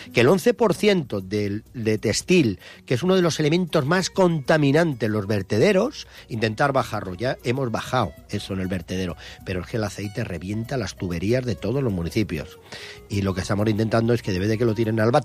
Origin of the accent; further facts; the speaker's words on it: Benidorm, Valencian Community, Spain; Yo justamente también soy de Benidorm